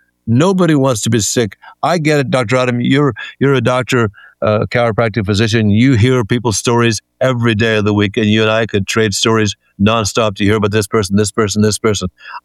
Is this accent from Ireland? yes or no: yes; Ireland; now in United States; because I come from Ireland. We say in Ireland, he's full of blarney, or she's full of blarney